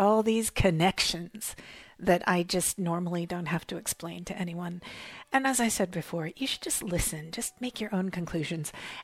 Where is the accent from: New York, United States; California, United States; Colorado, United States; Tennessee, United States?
California, United States; now in United Kingdom; from my home state of California